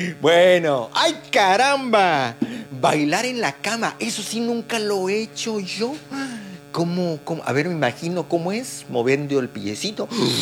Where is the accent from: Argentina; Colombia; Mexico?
Mexico; Segurito, como buen mexicano.